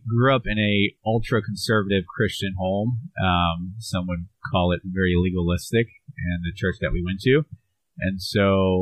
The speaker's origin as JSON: {"language": "English", "region": "Florida", "country": "United States", "tie": "born or raised there", "said": "I grew up here in Florida and just had a party."}